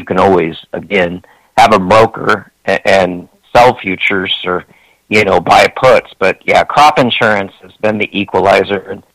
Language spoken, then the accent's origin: English; Iowa, United States